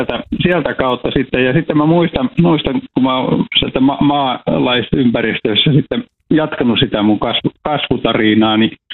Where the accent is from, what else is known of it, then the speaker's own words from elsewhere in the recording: Iisalmi, North Savo, Finland; mä oon syntynyt siellä Iisalmen Peltosalmella ja mä oon ihan vauvana asunut samassa talossa